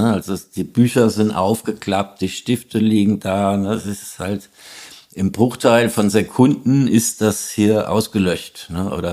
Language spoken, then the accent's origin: German; Hesse, Germany; Naja, bei uns gab's halt dieses Kernkraftwerk Biblis in der Nähe, wo ich aufgewachsen bin, und da waren wir halt immer demonstrieren dagegen.